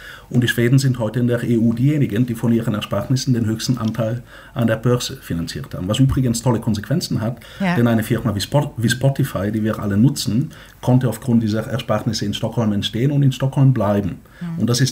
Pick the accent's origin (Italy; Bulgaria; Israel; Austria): Bulgaria